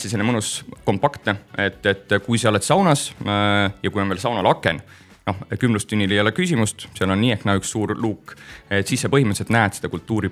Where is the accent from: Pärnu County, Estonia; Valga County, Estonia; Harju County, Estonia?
Valga County, Estonia; Valga; No üks asja on kindlasti see, et me oleme sealt kõik pärit